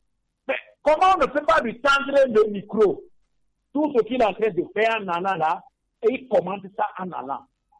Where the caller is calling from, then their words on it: Togo; chez nous au Togo